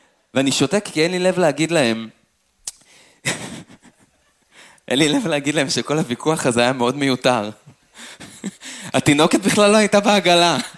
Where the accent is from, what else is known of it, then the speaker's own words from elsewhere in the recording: Afula, Northern District, Israel; אני גדלתי כמו בשבט באפולה, כמו באיזה קומונה כזאת